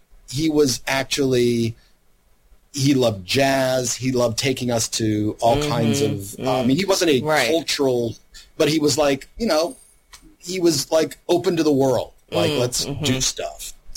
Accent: Louisiana, United States; I grew up mostly in Louisiana.

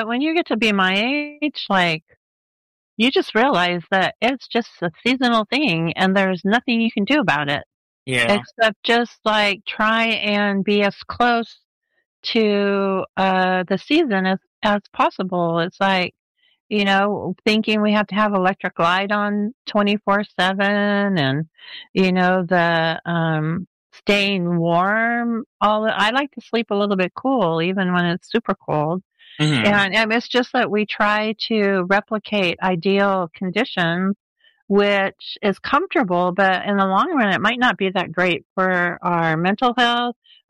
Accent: Los Angeles, California, United States; So I grew up in Los Angeles where we didn't really have extremes of temperatures that much.

